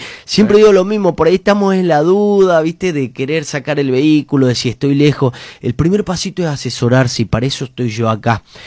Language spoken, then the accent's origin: Spanish; Salta, Argentina; Vengo de Fort Puceto, Salta.